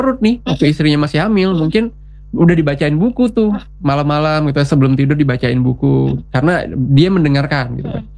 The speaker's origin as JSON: {"language": "Indonesian", "region": "Riau Islands", "country": "Indonesia"}